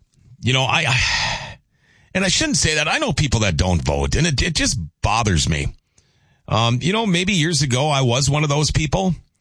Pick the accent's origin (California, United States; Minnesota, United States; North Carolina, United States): Minnesota, United States; Thief River Falls; Yeah, I am from Thief River.